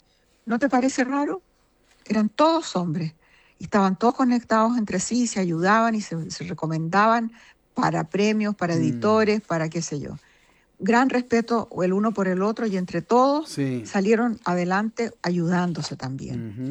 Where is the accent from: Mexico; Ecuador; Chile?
Chile; moved away; He vivido la mayor parte de mi vida, casi toda mi vida afuera, muy poco tiempo en Chile. Pero me siento chilena y amo Chile